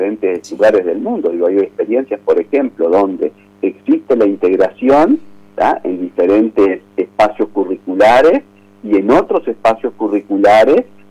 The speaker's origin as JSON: {"language": "Spanish", "region": "Paysandú", "country": "Uruguay", "tie": "born there", "moved": "as an adult", "lives_now": "Salto, Uruguay", "said": "En realidad yo nací en Paysandú, estudié en el ICD de Paysandú"}